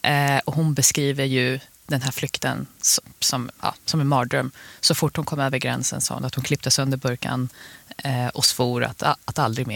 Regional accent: Botkyrka, Stockholm County, Sweden

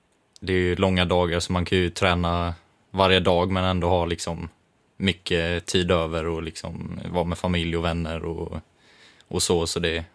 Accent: Vaggeryd, Jönköping County, Sweden; now in Kalmar, Sweden; Jag var hemma i Vaggeryd hemma hos familjen

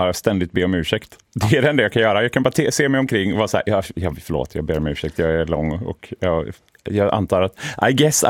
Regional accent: Gothenburg, Västra Götaland County, Sweden; Vi är ju i min hemstad

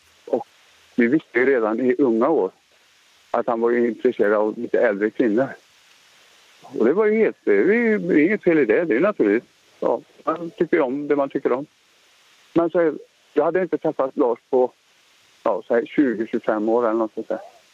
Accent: Trollhättan, Västra Götaland County, Sweden; also born or lived in Finland; Jag är givetvis född i Finland, men sen så växte vi upp i Trollhättan.

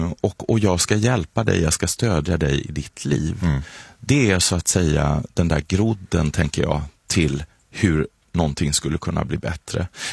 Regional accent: Kalmar, Kalmar County, Sweden; born or raised there

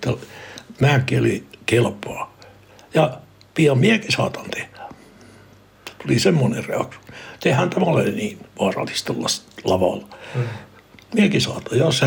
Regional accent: Norrbotten County, Sweden; also born or lived in Kiruna; olen Jonossona syntynyt, vähän matkaa Jonossa, sen kylän nimi oli Saajo. Siellä mä olen syntynyt. Eli minä Saajossa, mä olen faktisesti syntynyt Jonossona

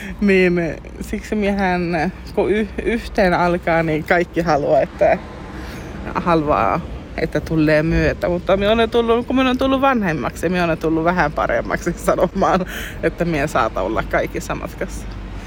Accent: Aareavaara, Norrbotten County, Sweden; Mihin olen kasvanut ylös Aareavaarassa, siellä on aina ollut paljon niin föreninkiä, paljon aktiviteettia lapsille.

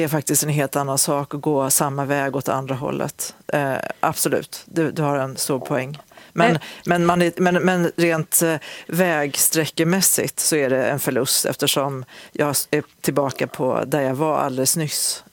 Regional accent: Osebol, Värmland, Sweden; när jag gick från Karlstad till Osebol där jag växte upp

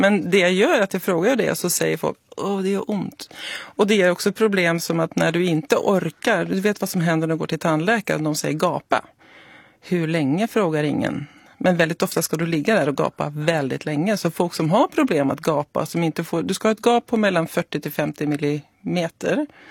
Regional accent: Norway; Swedish is a second language; now in Sweden; Och jag bara, nej, det är skillnad på Norge och Sverige, för jag är norsk.

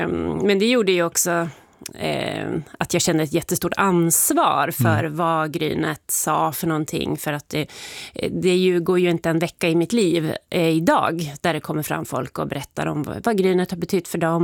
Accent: Sundsvall, Västernorrland County, Sweden; Ja, men jag älskar ju min stad. Alltså, Sundsvall är ju alltid.

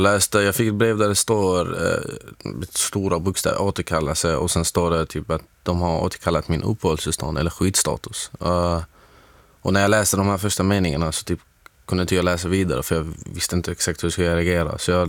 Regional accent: Syria; now in Sweden; det här baseras på hur situationen är i mitt hemland i Syrien.

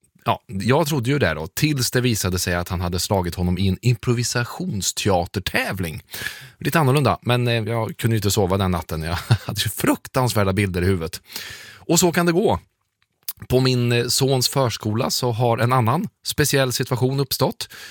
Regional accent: Munkfors, Värmland, Sweden; Det fanns ju inga i Munkfors där jag växte upp. Det var en stor höjdpunkt, man åkte in till Karlstad.

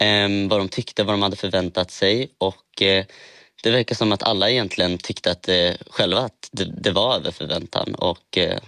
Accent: Södertälje, Stockholm County, Sweden; jag har vuxit upp i Södertälje utan någonstans att känna mig trygg.

